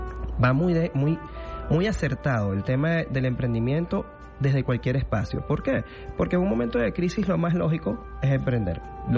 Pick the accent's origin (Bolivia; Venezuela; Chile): Venezuela; Nosotros como sociedad venezolana somos dos cosas importantísimas.